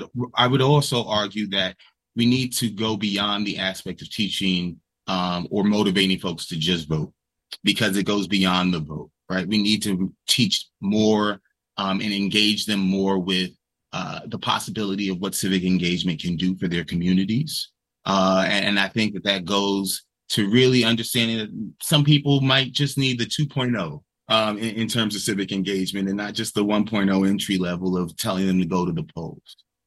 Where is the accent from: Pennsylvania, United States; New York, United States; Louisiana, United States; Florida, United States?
New York, United States; New York City; I was born in New York City, lived in every borough except for Queens. I attended both public and private schools. I had the diverse upbringing to live in some of the richest neighborhoods in New York City, but also some of the poorest neighborhoods in New